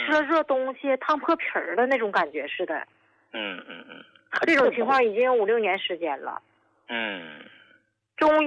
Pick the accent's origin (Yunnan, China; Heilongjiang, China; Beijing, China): Heilongjiang, China; Qiqihar; 你好你好，我是来自黑龙江齐齐哈尔的、